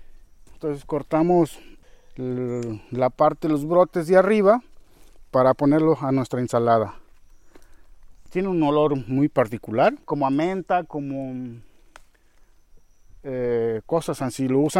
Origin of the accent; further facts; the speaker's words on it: Guerrero, Mexico; Entonces nos vinimos al estado de Guerrero y pues eso hace ya un ratillo, hace ya 40 y tantos años, 43 años precisos, y ya, nos quedamos aquí. Está la fecha, ¿no? Yo básicamente aquí crecí.